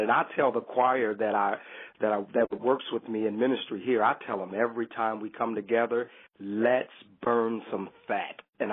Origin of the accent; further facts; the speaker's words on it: Indianapolis, Indiana, United States; We had moved into a home. I'm from Indianapolis, Indiana.